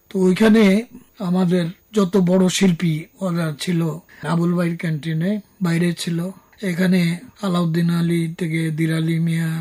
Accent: Sunamganj, Sylhet Division, Bangladesh; moved away as an adult; now in Dhaka, Bangladesh; আমার জন্মস্থান আসলে সুনামগঞ্জে।

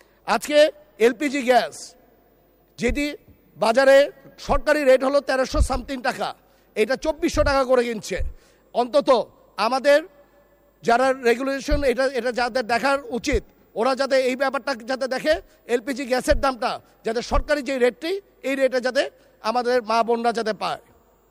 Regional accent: Narayanganj, Dhaka Division, Bangladesh; এখন আমি নারায়ণগঞ্জের ছেলে হিসাবে কয়েকটি কথা বলি।

